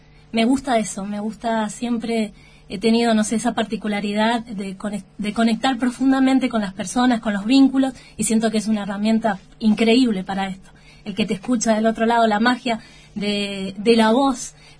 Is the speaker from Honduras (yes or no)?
no; General Alvear, Mendoza, Argentina; born there; now in San Rafael, Argentina; Yo soy nacida en General Alvear, pero vivo acá hace unos años en San Rafael.